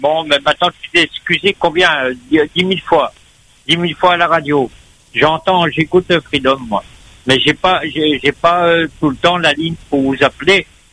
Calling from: Trois-Bassins, Réunion; Demain matin, j'habite à Trois-Bassins.

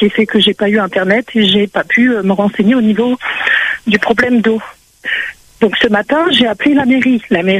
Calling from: Le Tampon, Réunion; Je suis tamponnaise, j'habite au Dacy.

